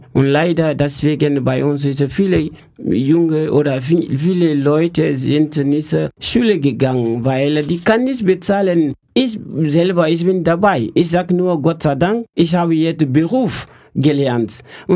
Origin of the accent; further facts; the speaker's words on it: Guinea; German is a second language; moved away as an adult; now in Telgte, Germany; Ich komme aus Guinea.